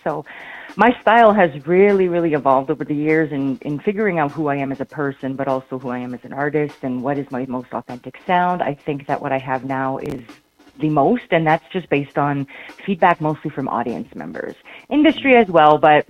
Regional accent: Big Stone Cree Nation, Alberta, Canada; also born or lived in multiple communities on and off reserve; I'm from Big Stone Cree Nation originally in northern Alberta Treaty 8 territory. So I'm from, some people call it Woodland Cree, we call it Bush Cree. And that's where I'm from. I grew up in like multiple communities.

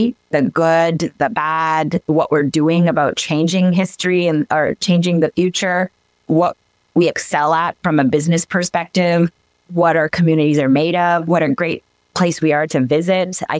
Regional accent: Vancouver, British Columbia, Canada; also born or lived in Burnaby / Surrey / Belcarra / Anmore; now in Port Moody, Canada; I was in Vancouver. My family was in Vancouver when I was born. I was born in Richmond General. I got to, you know, live in Burnaby. I got to live in Surrey. I've lived in Belcarra and Anmore.

